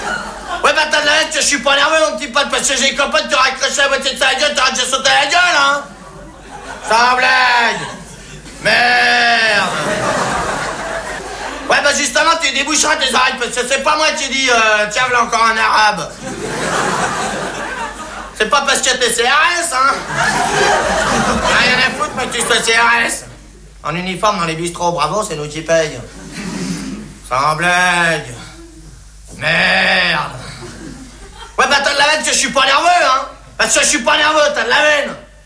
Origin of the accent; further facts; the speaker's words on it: France; Les Français, c'est des cons, ouais, bah, je suis bien placé, hein, je suis français.